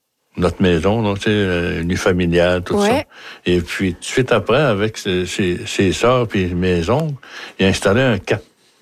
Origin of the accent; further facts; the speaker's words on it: Sept-Îles, Quebec, Canada; born there; Je suis né, ben, à Sept-Îles, pas loin de Sept-Îles, là. Puis, j'étais au pensionnat.